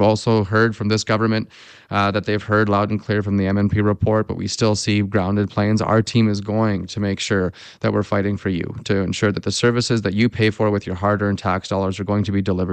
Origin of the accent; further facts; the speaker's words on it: Canada; it makes me think of Canada Day when we go out and we celebrate what being Canadian is and what great leaps and bounds we've done as a nation.